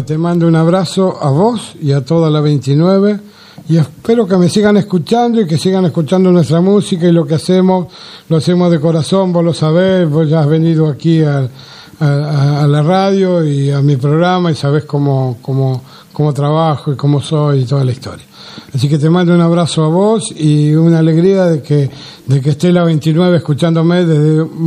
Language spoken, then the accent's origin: Spanish; San Miguel, Buenos Aires Province, Argentina; yo también soy de San Miguel.